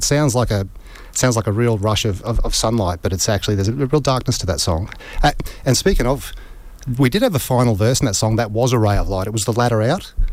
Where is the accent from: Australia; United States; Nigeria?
Australia; Queensland; moved away as an adult; now in Brisbane, Australia; So we're all from the Fraser Coast. I've lived in Brisbane for 15 years, but originally from up there